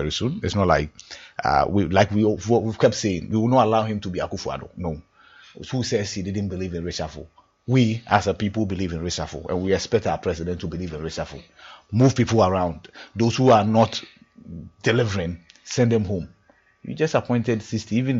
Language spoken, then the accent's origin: English; Ghana; as a Ghanaian.